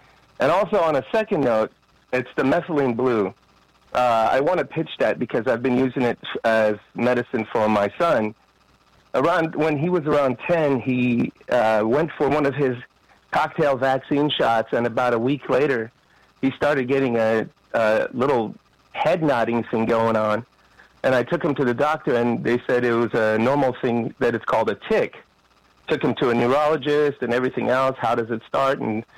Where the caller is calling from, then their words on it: California, United States; from California.